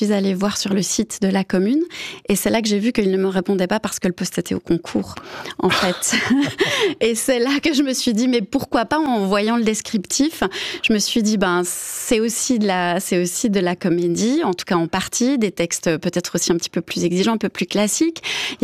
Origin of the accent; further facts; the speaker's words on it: Biel, Bern, Switzerland; Je viens quand même de Bienne.